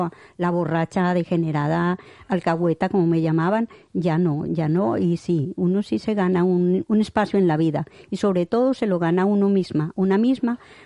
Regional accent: Ituango, Antioquia, Colombia; now in Spain; En mi pueblo, yo soy colombiana, y mi pueblo se llama Ituango.

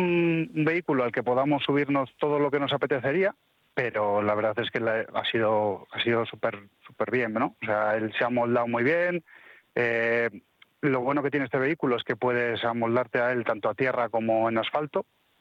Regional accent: Basque Country, Spain; En el País Vasco seguimos sin tener absolutamente nada de karting

